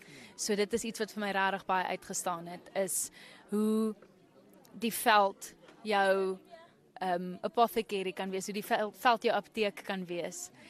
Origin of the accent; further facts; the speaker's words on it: Windhoek, Khomas, Namibia; Ek is 27, ek is gebore en groot geword in Windhoek, maar my familie kom van Gobabis af.